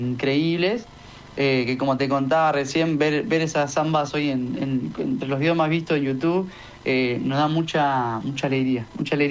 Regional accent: San Pedro, Buenos Aires Province, Argentina; Pozo de Campana, yo soy de San Pedro, un campanense, un sanpedrino.

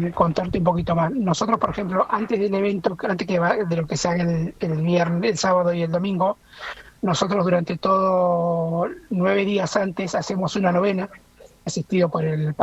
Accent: Buenos Aires, Argentina; soy hijo de inmigrantes, yo soy nacido en Buenos Aires, y ahí viene el gran problema del arraigo de esta tierra hermosa que es la Argentina

